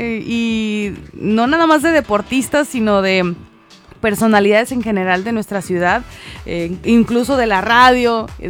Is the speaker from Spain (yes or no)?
no; Mexico; somos así mexicanos